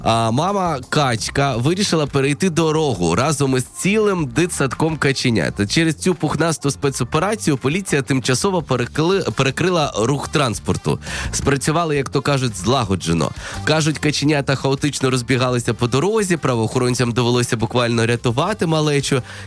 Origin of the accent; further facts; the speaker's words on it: Zaporizhzhia, Zaporizhzhia Oblast, Ukraine; в Запоріжжі, в моєму рідному місті